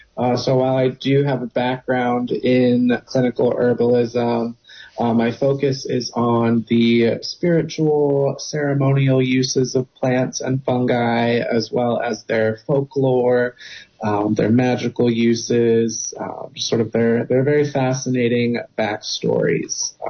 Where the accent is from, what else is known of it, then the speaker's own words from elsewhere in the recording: Indiana, United States; So, like, I grew up in Indiana.